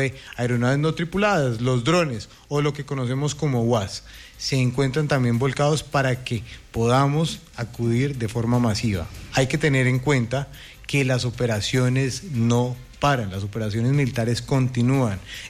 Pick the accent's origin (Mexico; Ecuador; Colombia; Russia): Colombia; estamos acá como colombianos, como ciudadanos colombianos también